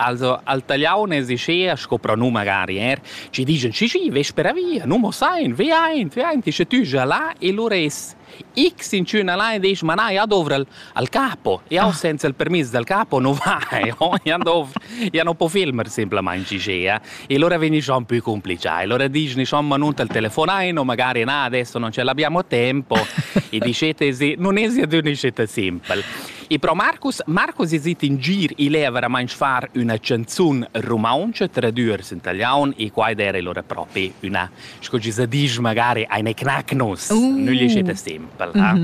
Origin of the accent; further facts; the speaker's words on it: Switzerland; io sono della Svizzera, faccio questi qua